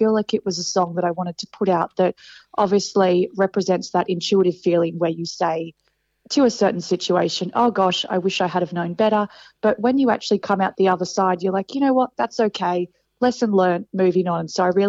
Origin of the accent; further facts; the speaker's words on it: Katherine, Northern Territory, Australia; moved away; also born or lived in Brisbane / Sydney; I grew up in Katherine in the Northern Territory, and I grew up obviously very remote